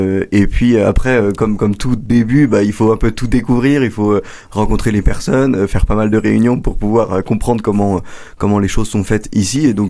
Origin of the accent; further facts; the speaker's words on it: Compiègne, Hauts-de-France, France; moved away as an adult; now in Châlons-en-Champagne, France; Alors moi je suis originaire de Picardie, pas très très loin. Je viens de Compiègne.